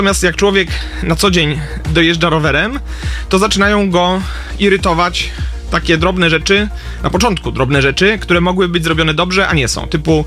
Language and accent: Polish; Kielce, Świętokrzyskie Voivodeship, Poland; U nas w Kielcach